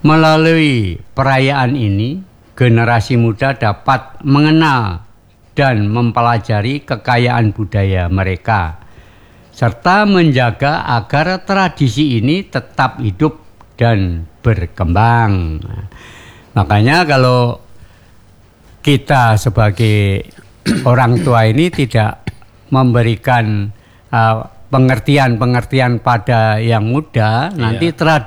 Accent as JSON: {"language": "Indonesian", "region": "Java", "country": "Indonesia", "said": "Kebetulan kami sebagai orang Jawa di sini ditunjuk sebagai budayawan Jawa"}